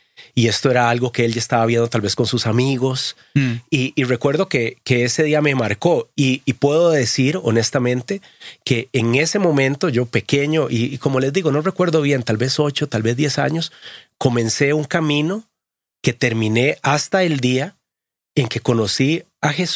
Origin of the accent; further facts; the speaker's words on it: Costa Rica; yo crecí en Costa Rica, en una familia de hombres.